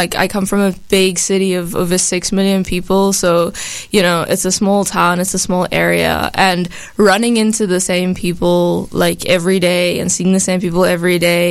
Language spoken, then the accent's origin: English; Johannesburg, Gauteng, South Africa; now in Wayne, United States; this more little area of the city I'm from. But like, to get across Johannesburg can take you anywhere from like 30 minutes to like 45